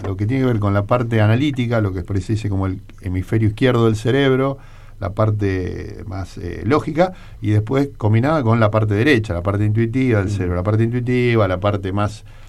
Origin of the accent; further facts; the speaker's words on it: Rosario, Santa Fe, Argentina; moved away as an adult; also born or lived in Miami, United States; Soy egresado de la UNR, sí. Acá de Rosario